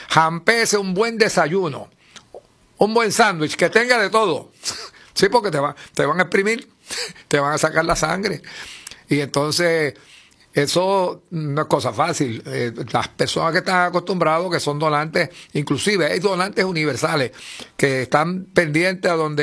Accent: San Sebastián, Puerto Rico; en mi pueblo de San Sebastián de las Vegas del Pepino.

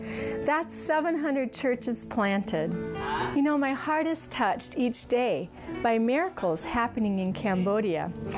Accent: Thailand; I grew up in Thailand, helping in the refugee camps right alongside my parents.

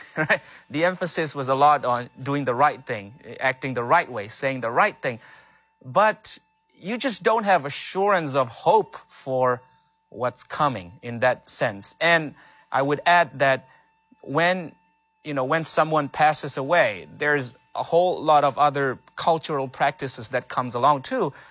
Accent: Myanmar; also born or lived in India / Philippines; now in United States; my home country, Myanmar, is a Buddhist majority country. So growing up, I was exposed to the Buddhist culture and worldview very much. Everywhere I go around my hometown, I see Buddhist temples.

